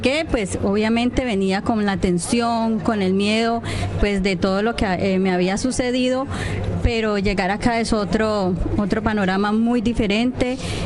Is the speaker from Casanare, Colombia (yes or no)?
no; Cauca, Colombia; Bueno, precisamente yo vengo del norte del Cauca, es un territorio muy estigmatizado por la violencia